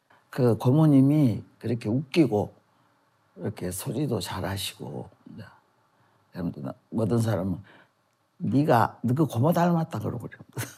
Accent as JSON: {"language": "Korean", "town": "Mokpo", "region": "South Jeolla", "country": "South Korea", "tie": "born there", "also_born_or_lived": "Naju", "said": "제 고향은 나주고요. 43년 7월 4일 생일은 그렇게 하고 거기서 막 그 낳고 바로 목포로 나왔대요."}